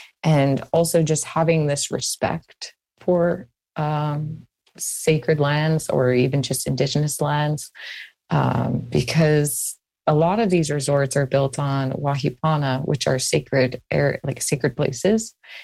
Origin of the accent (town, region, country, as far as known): Hawaii, United States; born or raised there